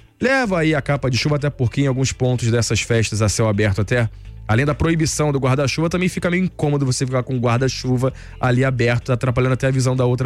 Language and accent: Portuguese; Nilópolis, Rio de Janeiro, Brazil; porque vou sim puxar sardinha para a minha terra, para a princesinha da Baixada e Nilópolis